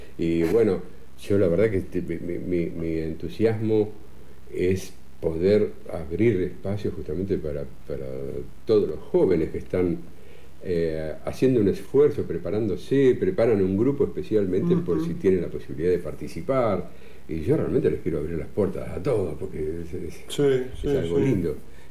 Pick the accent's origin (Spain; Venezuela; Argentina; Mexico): Argentina; como buenos argentinos que somos